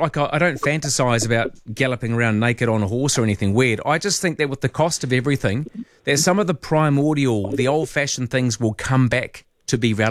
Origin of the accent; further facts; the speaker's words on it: Wellington, New Zealand; also born or lived in Christchurch / Wairarapa; Well, Wellington is my favourite city, and I did live there as a child in Wadestown. But, yeah, I was born in Christchurch, lived in Wairarapa, but, yes, Wellington is where I feel at home.